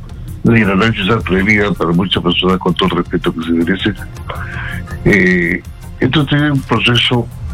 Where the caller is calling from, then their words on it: Lima, Peru; de Chorrillos.